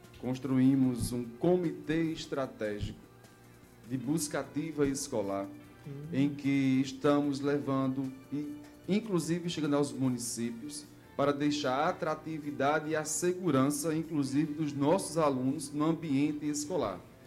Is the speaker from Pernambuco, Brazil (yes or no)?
yes; Serra Talhada, Pernambuco, Brazil; moved away; sou filho natural de Serra Talhada